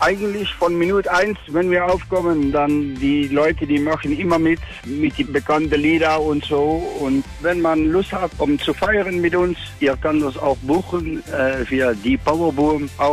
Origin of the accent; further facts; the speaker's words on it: Netherlands; German is a second language; Wir kommen aus den Niederlanden.